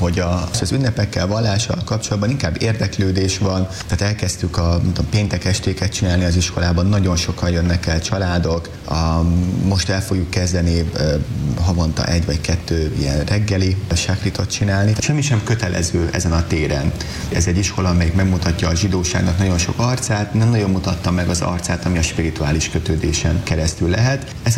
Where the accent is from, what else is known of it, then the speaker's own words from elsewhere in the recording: Hungary; born there; És nekünk zsidóként ezt adtuk nekik elmondani, hogy az ott élő emberek azért a testvéreink, tehát az, hogy én nem Jeruzsálembe születtem, az a nagypapámnak egy személyes döntése, hogy nem aliázott, vagy itt maradt